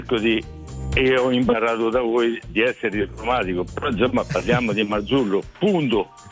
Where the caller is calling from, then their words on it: Montefranco, Umbria, Italy; Io Montefranco, vicino Terni.